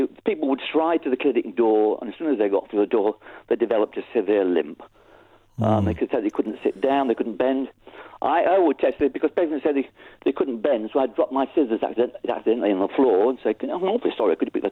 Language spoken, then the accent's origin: English; Yorkshire and the Humber, United Kingdom; One of the reasons why I would say I want to be proud of Britain, particularly Yorkshire, as I come from Yorkshire.